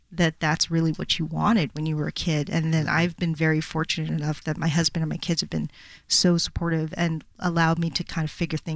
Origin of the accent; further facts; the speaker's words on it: Philippines; I'm Filipina